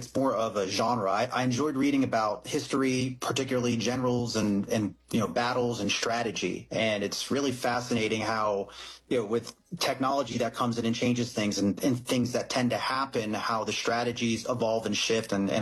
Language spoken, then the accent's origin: English; Baltimore, Maryland, United States; So from Baltimore, middle of three.